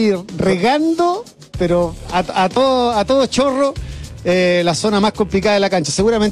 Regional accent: Temuco, Araucanía, Chile

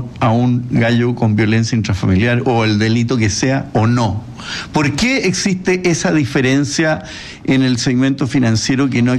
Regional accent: Chile; Pero en realidad somos chilenos.

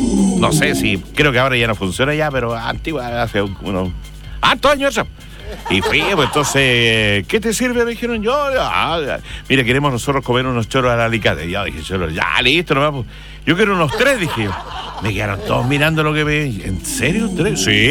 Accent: Talcahuano, Biobío, Chile; born there; Yo nací acá en el puerto, porque yo nací en Talcahua, ¿no?

